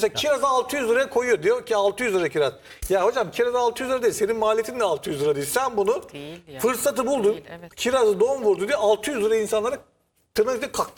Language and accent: Turkish; Niğde, Turkey; bak ben Niğdeliyim.